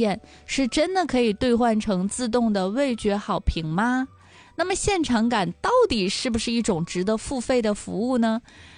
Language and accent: Chinese; southern China, China; 其实我们南方有非常多那种推着小摊儿的，